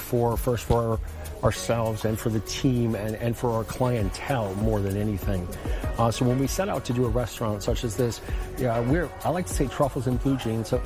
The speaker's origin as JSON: {"language": "English", "country": "United States", "tie": "born or raised there", "said": "Because I grew up in America."}